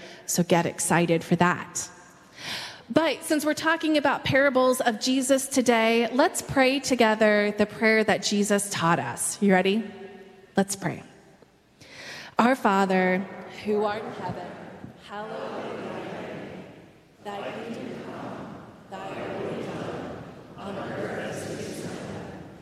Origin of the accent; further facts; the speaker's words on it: Southern Appalachians, United States; moved away; I am from the Southern Appalachians, so the Smoky Mountains or the Blue Ridge Mountains